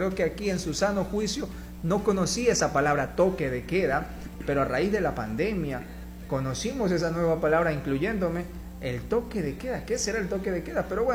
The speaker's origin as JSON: {"language": "Spanish", "town": "Guayaquil", "region": "Guayas", "country": "Ecuador", "said": "como ciudadanos ecuatorianos o guayaquileños"}